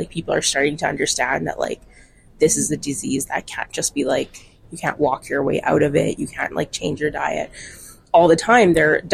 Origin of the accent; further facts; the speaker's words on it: Canada; I'm a Canadian slam champion.